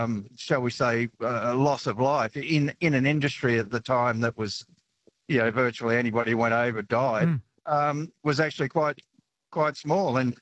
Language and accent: English; Eden, New South Wales, Australia; I'm from Eden, sorry, and or down the Eden